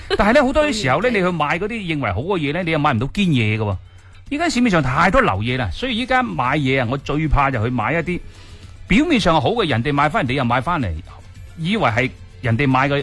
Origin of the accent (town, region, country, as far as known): Guangdong, China